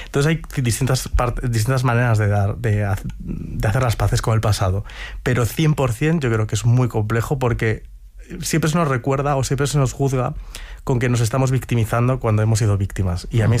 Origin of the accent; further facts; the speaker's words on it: Ourense, Galicia, Spain; moved away; Me daba miedo esa vuelta a mi ciudad natal